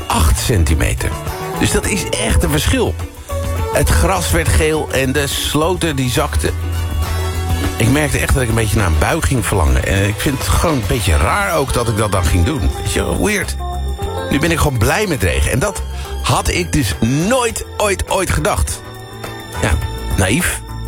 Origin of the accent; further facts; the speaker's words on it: Netherlands; also born or lived in Curaçao; Als Nederlander heb ik er altijd over geklaagd. Als goed Nederlander.